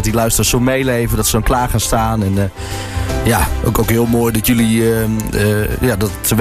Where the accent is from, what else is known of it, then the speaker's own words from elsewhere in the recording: Nieuw-Amsterdam, Drenthe, Netherlands; ik kom uit Nieuw-Amsterdam